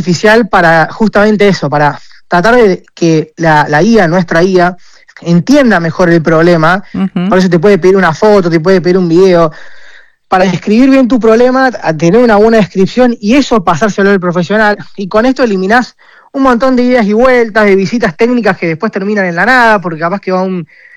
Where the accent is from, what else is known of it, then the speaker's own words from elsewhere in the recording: Córdoba, Argentina; Pero soy de Córdoba, sí.